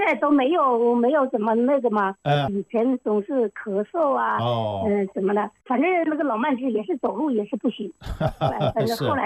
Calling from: Xiaogan, Hubei, China; 我在孝感。

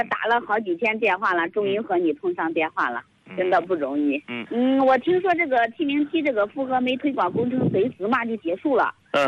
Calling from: Xi'an, Shaanxi, China; 我是这个陕西西安的。

